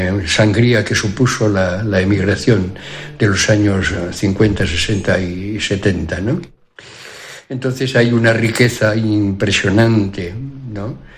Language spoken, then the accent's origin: Spanish; La Garganta, Extremadura, Spain; Yo soy de pueblo, mi pueblo es La Garganta, en la diócesis de Plasencia